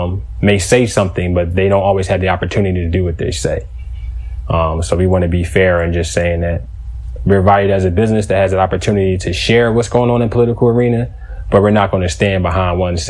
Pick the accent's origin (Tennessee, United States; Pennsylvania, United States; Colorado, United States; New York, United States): Pennsylvania, United States; Philadelphia; I might have been 19, 20. And again, I came from Philadelphia, Bartram graduate.